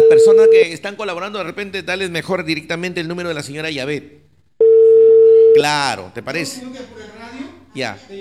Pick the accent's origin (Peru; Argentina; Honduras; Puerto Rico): Peru; Olmos, Lambayeque; Mil bendiciones a todo mi pueblo de Olmos, a todo el pueblo que siempre colabora